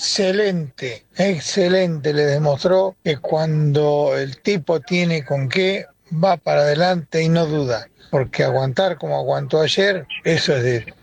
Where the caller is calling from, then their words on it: Chascomús, Buenos Aires Province, Argentina; de Chascomús, hoy estoy por acá en Capital aún